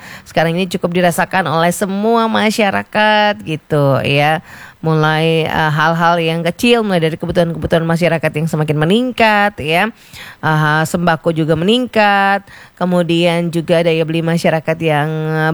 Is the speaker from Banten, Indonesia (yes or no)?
no; Sorong, Southwest Papua, Indonesia; sebagai orang Sorong